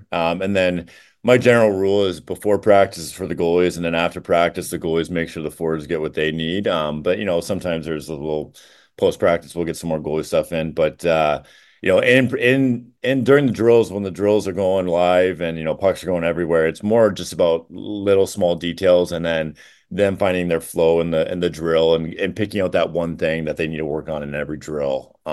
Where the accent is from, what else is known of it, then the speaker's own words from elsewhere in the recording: Janesville, Wisconsin, United States; I was from Janesville